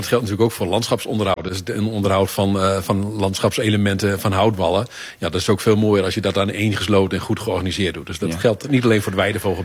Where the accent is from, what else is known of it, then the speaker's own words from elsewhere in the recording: Groningen, Netherlands; in het noorden van Nederland, waar ik vandaan kom, en ik kom uit Groningen